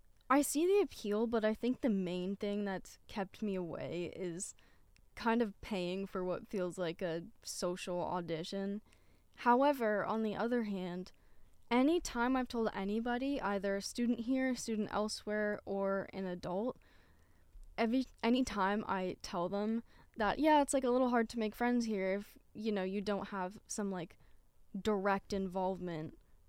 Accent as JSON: {"language": "English", "town": "Santa Barbara", "region": "California", "country": "United States", "moved": "yes", "said": "First of all, we're from Santa Barbara. We both are, not just you."}